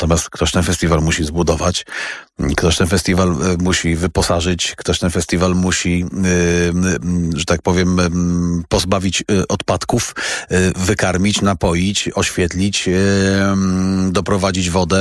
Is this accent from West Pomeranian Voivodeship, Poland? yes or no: yes; West Pomeranian Voivodeship, Poland; Ja jestem z Pomorza Zachodniego rodem, także mówię to z olbrzymim uczuciem i ze wspomnieniami z dzieciństwa.